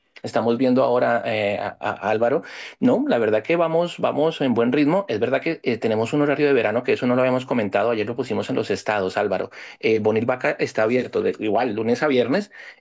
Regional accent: Colombia; now in Madrid, Spain

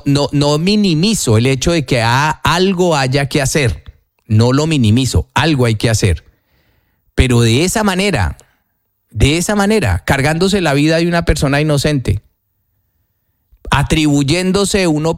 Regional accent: Colombia; pero somos buenos colombianos. Yo estoy seguro que sí, que somos buenos colombianos.

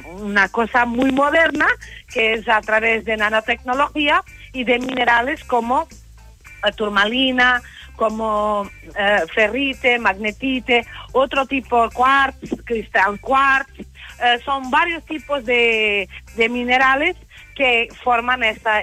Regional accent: Portugal; yo soy portuguesa, sí.

